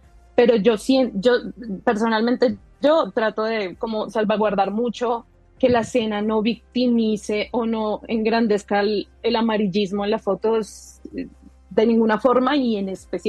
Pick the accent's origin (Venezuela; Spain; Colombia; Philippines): Colombia; Bogotá; yo, por lo menos yo soy de Bogotá